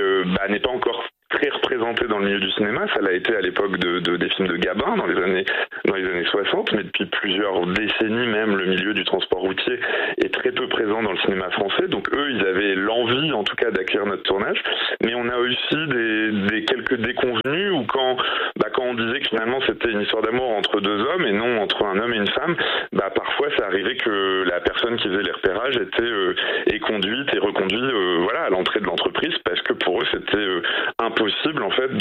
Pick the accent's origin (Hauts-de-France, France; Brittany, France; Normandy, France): Normandy, France; now in Paris, France; Et vivant à Paris, parce que j'y vis depuis 10 ans, j'ai quitté la Normandie